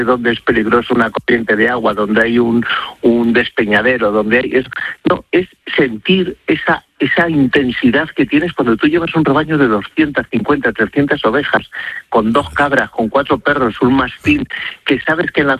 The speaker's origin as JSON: {"language": "Spanish", "region": "Castile and León", "country": "Spain", "tie": "born or raised there", "said": "Pero bueno, ¿cómo no lo voy a conocer? Si es mi tierra. Si es que yo me crié tirando cantos a lo"}